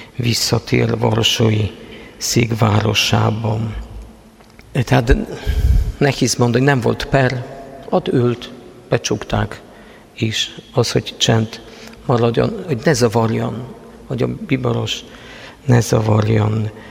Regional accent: Prudnik, Opole Voivodeship, Poland; Hungarian is a second language; moved away; én Prudnikban születtem.

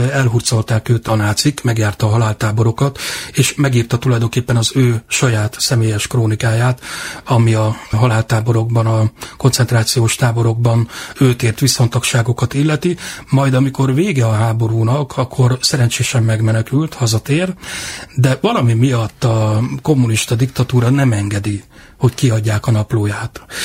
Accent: Salgótarján, Nógrád, Hungary; born there; Tarjánéban születtem, igen

